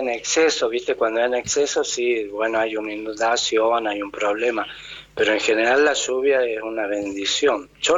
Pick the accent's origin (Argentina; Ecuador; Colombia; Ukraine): Argentina; Tafí Viejo, Tucumán; also born or lived in Córdoba; yo nací en Tafí Viejo, bueno, estudié en Córdoba, ahora estoy en Tucumán, pero sí. Soy de acá, de Tucumán.